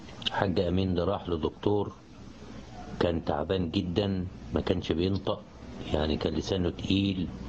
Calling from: Port Said, Port Said Governorate, Egypt; انا من بورسعيد، … من بورسعيد

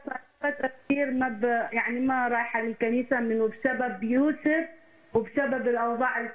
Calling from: Canada

